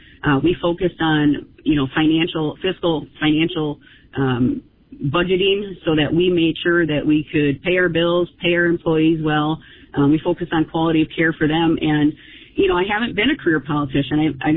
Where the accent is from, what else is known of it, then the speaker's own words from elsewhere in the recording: Wisconsin, United States; I grew up right here in Calumet County, right in the district. I was born and raised here on a dairy farm.